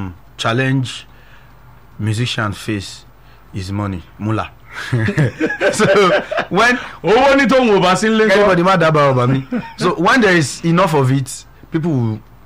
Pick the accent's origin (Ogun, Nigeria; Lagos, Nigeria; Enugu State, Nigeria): Ogun, Nigeria; Abeokuta; I hail from Abeokuta.